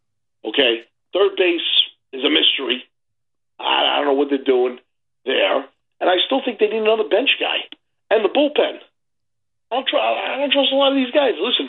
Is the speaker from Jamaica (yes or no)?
no; New York City, New York, United States; born there; now in Floral Park, United States; I remember when I was younger, man, in Astoria